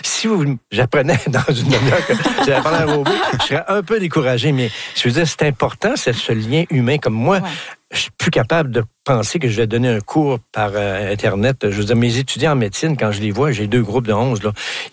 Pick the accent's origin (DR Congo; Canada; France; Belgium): Canada; Quebec; accent: Québécois; Quand ils entendaient mon accent québécois